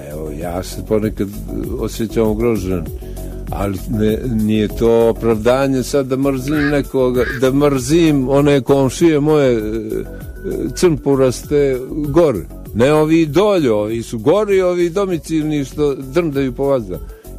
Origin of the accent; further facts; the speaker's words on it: Montenegro; Evo, mi smo nacionalni Crnogorci u svojoj rođenoj zemlji ugroženi.